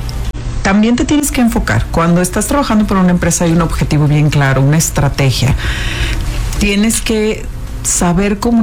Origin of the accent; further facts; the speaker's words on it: Monterrey, Nuevo León, Mexico; accent: norteño; moved away as an adult; also born or lived in Mexico City / Villahermosa; tuve que bajar mi ritmo y mi tono tan golpeado que tenemos en el norte. Yo soy regia, regia, y se me nota hasta el hueso.